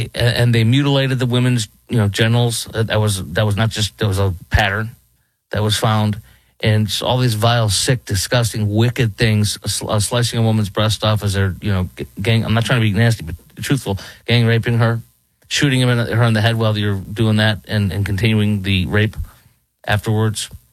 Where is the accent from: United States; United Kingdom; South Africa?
United States; Michigan; we're from Michigan while Jesse's in New York City.